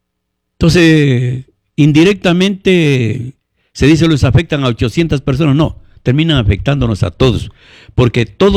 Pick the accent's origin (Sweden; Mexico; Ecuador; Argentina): Ecuador; somos los ecuatorianos